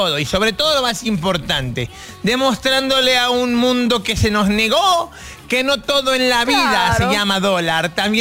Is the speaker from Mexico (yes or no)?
yes; Mexico; nosotros los mexicanos, en donde quiera, en cualquier parte del mundo que llegamos, hacemos comunidad.